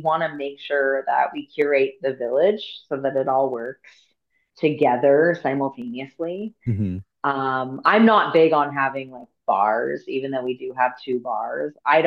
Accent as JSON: {"language": "English", "town": "Pacifica", "region": "California", "country": "United States", "tie": "born or raised there", "said": "I grew up in Pacifica, little ocean girl, West Side. Half Moon Bay High School."}